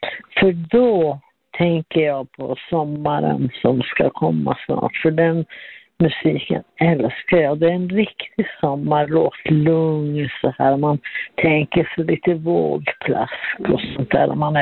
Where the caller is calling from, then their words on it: Arjeplog, Norrbotten County, Sweden; Jag är från Arjeplog.